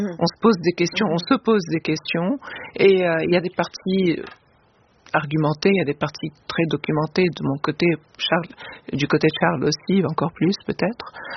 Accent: Lebanon; en tant que Libanaise

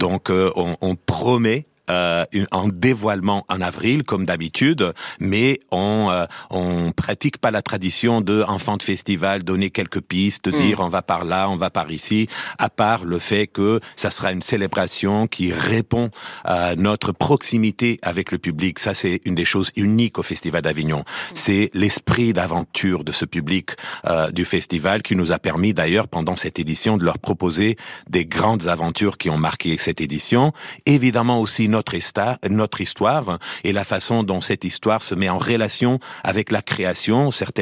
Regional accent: Portugal; et je parle avec tout toute complètement à l'aise parce que je suis portugais

